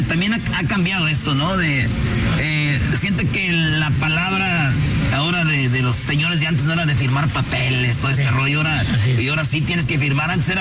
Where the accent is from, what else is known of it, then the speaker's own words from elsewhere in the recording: Michoacán, Mexico; Yo soy de Michoacán, pero Monterrey es México